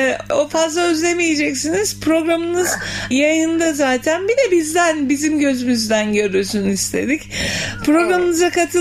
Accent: Ardahan, Ardahan Province, Turkey; Ardahanlıyım ben, Ardahan.

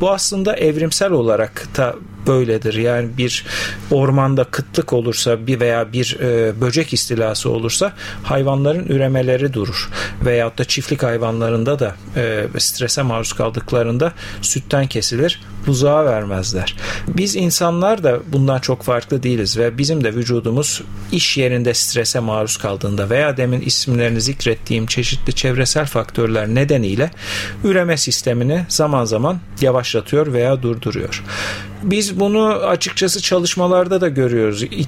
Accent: İskenderun, Hatay, Turkey; born there; now in Istanbul, Turkey; 1979 İskenderun doğumluyum.

